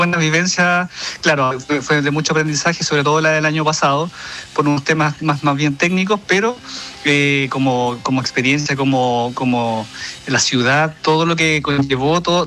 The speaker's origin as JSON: {"language": "Spanish", "town": "Temuco", "region": "Araucanía", "country": "Chile", "tie": "born or raised there", "also_born_or_lived": "La Serena", "lives_now": "Valdivia, Chile", "said": "Sí, en realidad yo soy oriundo de Temuco."}